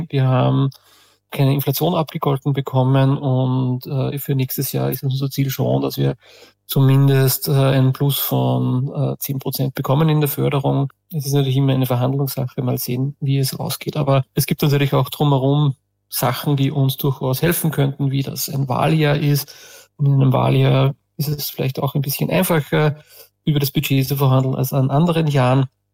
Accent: Upper Austria, Austria; Wo ich halt sagen muss als Oberösterreicher

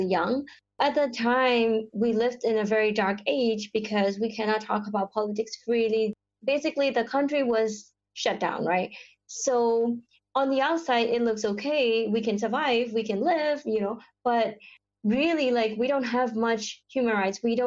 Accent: Myanmar; English is a second language; I am from Myanmar.

